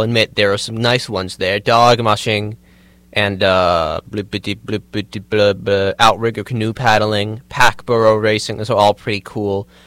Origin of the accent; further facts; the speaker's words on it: Maryland, United States; my hometown, my home state of Maryland